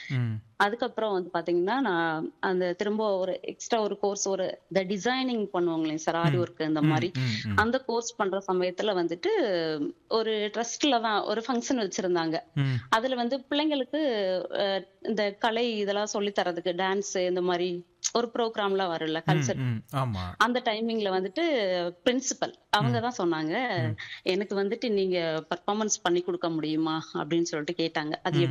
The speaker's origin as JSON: {"language": "Tamil", "area": "Kallipatti", "region": "Tamil Nadu", "country": "India", "tie": "born there", "lives_now": "Govindapuram, Dindigul, India", "said": "நான் பிறந்தது வந்து கள்ளிப்பட்டி. நான் ஒரு கிராமத்துலதான் பிறந்தேன். ஆமா, கிராமத்துலதான் பிறந்தேன்."}